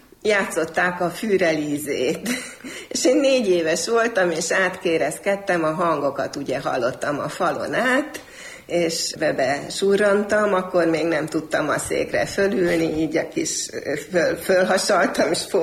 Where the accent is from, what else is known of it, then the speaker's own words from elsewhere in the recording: Debrecen, Hajdú-Bihar, Hungary; born there; also born or lived in Transylvania / Transcarpathia; Erdély és Kárpátalja Frigyéből születtem. Édesapám brassói, édesanyám Szolyván született. Én Debrecenben.